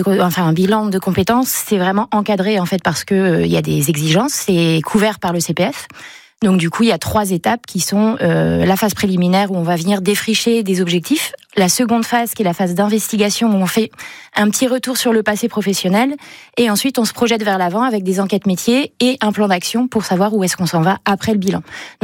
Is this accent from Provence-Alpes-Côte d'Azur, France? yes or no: no; Normandy, France; now in La Rochelle, France; Je suis normande